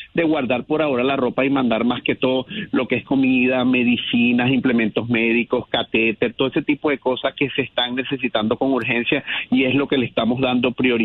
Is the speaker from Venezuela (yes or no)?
yes; west, Venezuela; Sí, soy venezolano. Afortunadamente soy del occidente